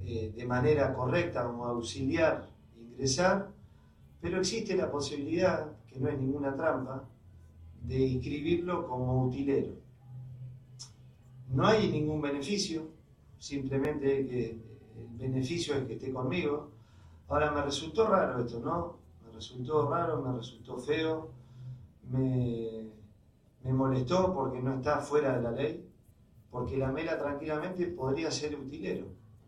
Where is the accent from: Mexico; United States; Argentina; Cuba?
Argentina; las buscarán porque soy argentino